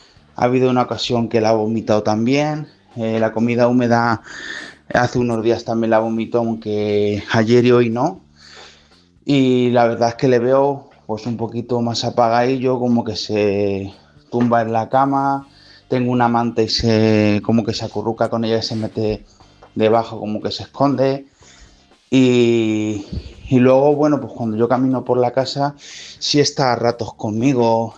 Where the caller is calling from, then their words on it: Toledo, Castilla-La Mancha, Spain; de Toledo.